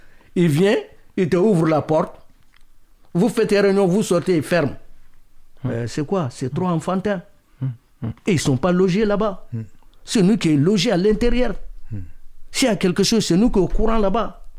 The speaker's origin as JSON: {"language": "French", "country": "Mali", "moved": "yes", "lives_now": "France", "said": "moi, je suis malien."}